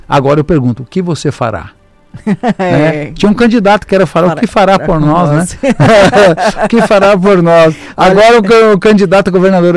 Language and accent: Portuguese; Santa Maria, Rio Grande do Sul, Brazil; moved away as an adult; also born or lived in Santiago, Rio Grande do Sul / Porto Alegre; now in Roraima, Brazil; Eu sou de uma cidade militar, eu sou de uma cidade mais militar do Brasil, a terceira maior cidade militar do Brasil. Nasci em Santiago, me criei em Santa Maria, né, estudei em Santa Maria, passei para Porto Alegre